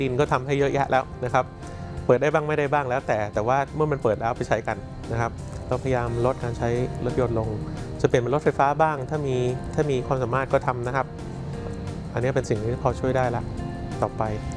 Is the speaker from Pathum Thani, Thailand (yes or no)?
no; Bangkok, Thailand